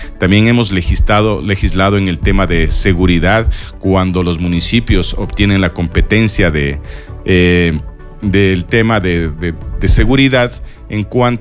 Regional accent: Quiroga, Imbabura, Ecuador; Cuando me preguntaban de dónde eres, decía de Quiroga

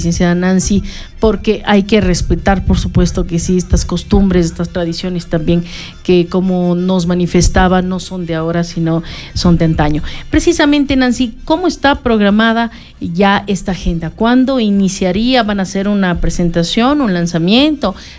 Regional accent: Ecuador; esta celebración que nos identifica como ecuatorianos

